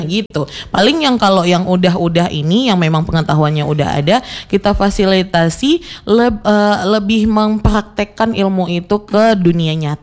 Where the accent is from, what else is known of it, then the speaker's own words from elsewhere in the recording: Aceh, Indonesia; kita orang Aceh